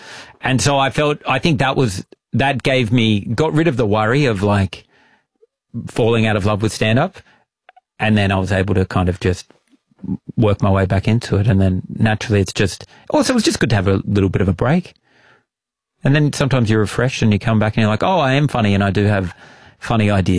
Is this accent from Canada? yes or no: no; Nowra, New South Wales, Australia; I remember as a 14-year-old, I grew up in Nowra. I used to play golf.